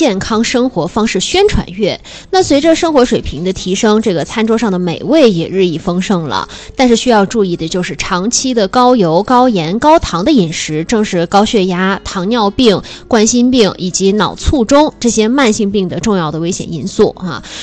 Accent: China

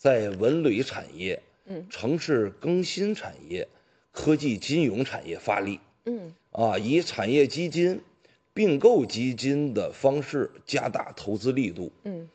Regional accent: Hainan, China; 我是海南人，我爱海南，我希望海南越来越好

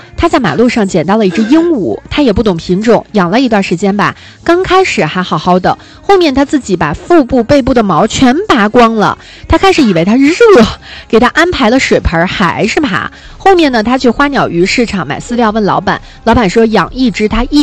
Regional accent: Heilongjiang, China; moved away; 我们老家就有啊

